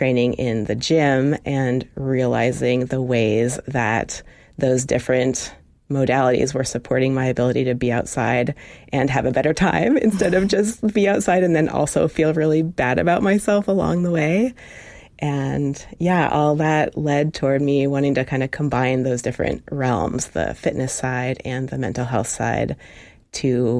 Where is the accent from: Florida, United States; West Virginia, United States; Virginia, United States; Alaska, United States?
Alaska, United States; Soldotna; so I grew up in Soldotna, and I've been a lifelong Alaskan